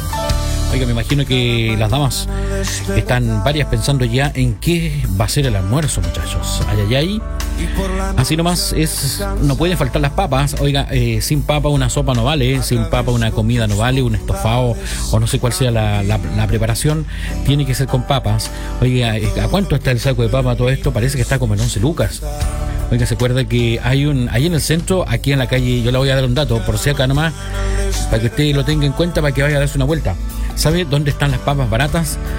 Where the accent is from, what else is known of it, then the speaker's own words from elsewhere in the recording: Padre Hurtado, Santiago Metropolitan Region, Chile; los que somos de acá de la Padre Hurtado